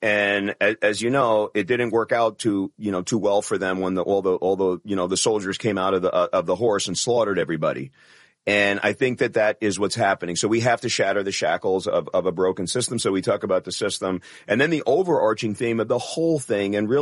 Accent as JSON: {"language": "English", "town": "Bronx", "region": "New York", "country": "United States", "tie": "born or raised there", "said": "I'm a kid from the Bronx."}